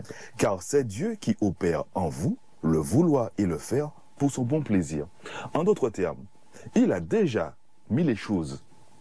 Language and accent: French; Martinique; une expression que nous avons chez nous en Martinique